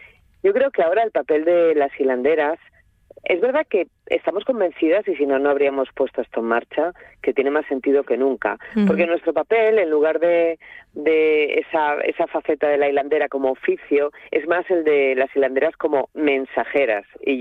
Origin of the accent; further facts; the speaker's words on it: Gijón, Asturias, Spain; now in León, Spain; Te digo aquí porque yo vivo en León, aunque soy de Gijón, del barrio del Molinón.